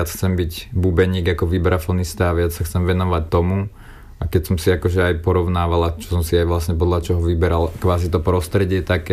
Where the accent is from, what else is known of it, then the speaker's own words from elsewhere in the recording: Žilina Region, Slovakia; lebo ja som z Oravy a mám tu možno nejakú hodinu a pol tam, vlastne kúsoček od hraníc.